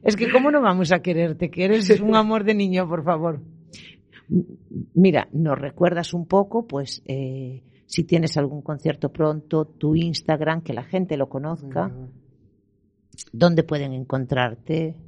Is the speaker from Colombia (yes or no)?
no; Spain; soy española.